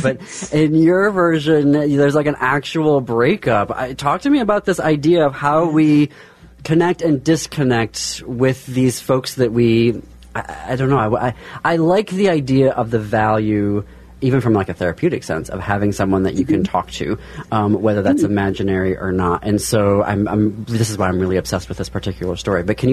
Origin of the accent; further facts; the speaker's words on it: Midwest, United States; as a queer kid, growing up in the Midwest and then having, you know, an Armenian family that was across the ocean